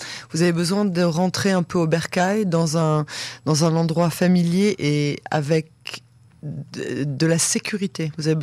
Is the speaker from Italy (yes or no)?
no; France; now in Israel; Pour les Français d'Israël, en tant que Française, je vous remercie personnellement